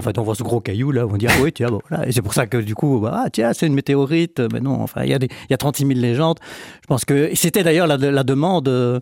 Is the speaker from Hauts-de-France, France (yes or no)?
no; Chèvremont, Bourgogne-Franche-Comté, France; Moi, étant plus âgé, j'en ai connu encore dans mon enfance à Chèvremont notamment.